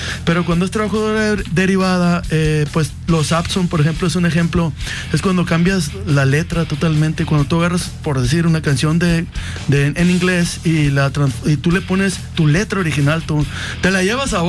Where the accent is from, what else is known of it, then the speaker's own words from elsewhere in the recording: Mexico; y pues siendo mexicano, pues poniendo en alto el nombre de nuestros héroes de la niñez